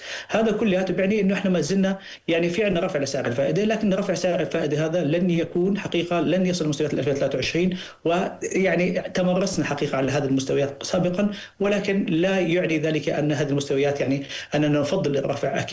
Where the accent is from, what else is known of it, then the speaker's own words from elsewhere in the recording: Jordan; عندنا في الاردن